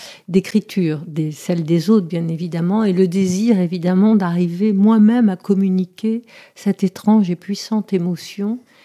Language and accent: French; Morocco; born there; also born or lived in Germany; Alors, je suis née au Maroc, dans la lumière de l'Orient.